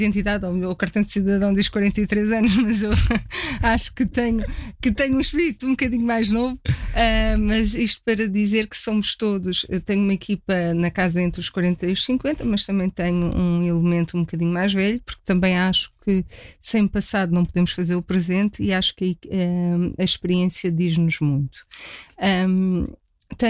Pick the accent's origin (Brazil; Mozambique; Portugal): Portugal; Queluz, Lisbon; O gosto pela terra, pela minha terra, onde nasci e vivi toda a vida